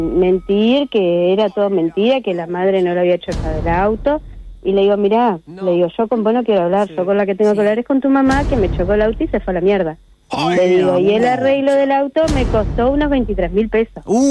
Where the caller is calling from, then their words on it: Colonia Valdense, Colonia, Uruguay; Yo vivo en Colonia Valdense.